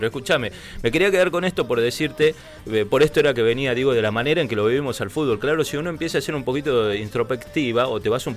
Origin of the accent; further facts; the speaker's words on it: Argentina; más como somos los argentinos jetones, bravucones